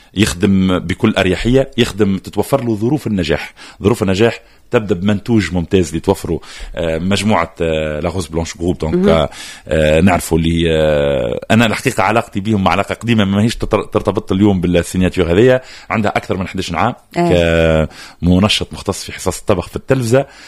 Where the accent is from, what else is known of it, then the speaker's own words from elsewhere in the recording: Tunisia; دونك شيف احمد ببكري هو بارمي لي ميور شيف اللي في عندنا في تونس